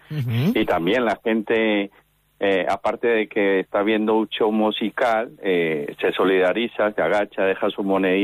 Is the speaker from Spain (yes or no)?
no; Pereira, Risaralda, Colombia; born there; el pasado 10 de agosto hubo una catástrofe en Colombia, que más precisamente en Pereira, que de donde soy originario, nacido, vaya.